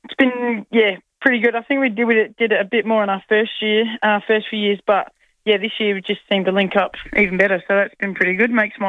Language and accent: English; Western Australia, Australia; I mean, they're my home state, so I always love versing the Eagles and Freo.